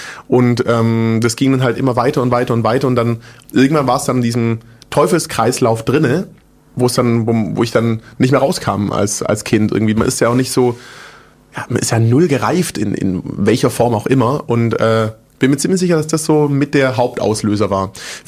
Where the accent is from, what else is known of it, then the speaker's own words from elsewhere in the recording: Großbottwar, Baden-Württemberg, Germany; also born or lived in Stuttgart / Frankfurt; Schwabe, genau. Ich bin in Stuttgart geboren, bin in so einem Kaff aufgewachsen, das heißt Großbottwar. Also will ich da wohnen, was wohnen da 10, 15.000 Leute vielleicht. Bin da mit meiner Family groß geworden, bis ich 10 war.